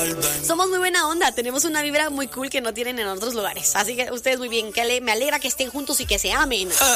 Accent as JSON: {"language": "Spanish", "region": "northern Mexico", "country": "Mexico", "lives_now": "La Paz, Mexico", "said": "Yo soy del norte de México y de mi esposa, que sí es chapina, el pepián. Saludos desde la península de Baja, en La Paz."}